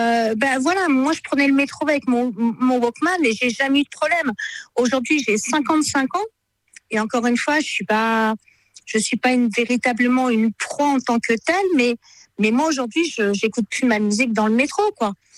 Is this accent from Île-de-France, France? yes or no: yes; Paris, Île-de-France, France; moved away as an adult; now in Fréjus, France; moi qui ai vécu toute ma vie à Paris, en fait, je suis née là-bas.